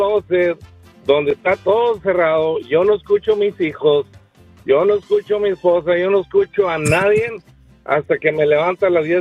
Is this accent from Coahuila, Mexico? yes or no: yes; Coahuila, Mexico; Y soy de Coahuila, que le mando un saludo a Mario.